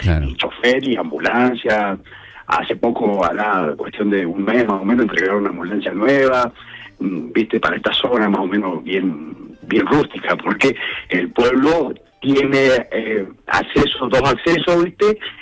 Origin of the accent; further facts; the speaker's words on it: Carmensa, Mendoza, Argentina; accent: Mendoza; Soy nacido y creo que voy a terminar acá mi día en Carmenza.